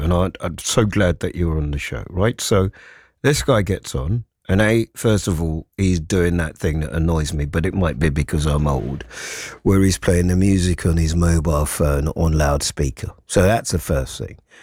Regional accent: London, United Kingdom; I felt like I'd abdicated my responsibility as a Londoner, as a citizen of the world

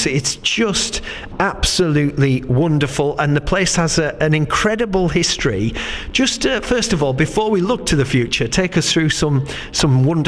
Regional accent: Thornaby-on-Tees, North East England, United Kingdom; We used to come from Thornaby on the Cleveland Transit 115 bus from Thornaby Road into Stockton High Street

